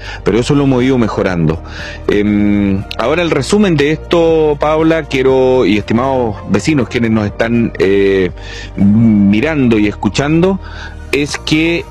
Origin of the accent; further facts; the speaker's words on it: Lago Ranco, Los Ríos, Chile; quienes crecimos y vivimos acá en Lago Ranco